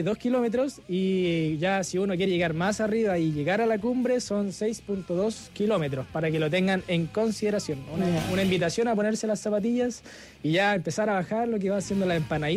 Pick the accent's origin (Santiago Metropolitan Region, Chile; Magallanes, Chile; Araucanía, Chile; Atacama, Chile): Araucanía, Chile; Temuco; moved away; Sí, yo soy de Temuco.